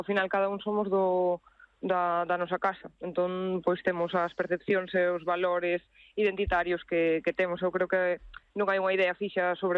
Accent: Galicia, Spain; pequena, bueno, o xeito de falar, de relacionarnos e todo, pois para min iso é o que creo que me define como galega.

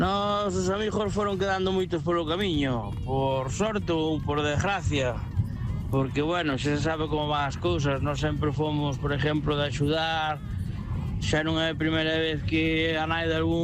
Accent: Oboraz, Galicia, Spain

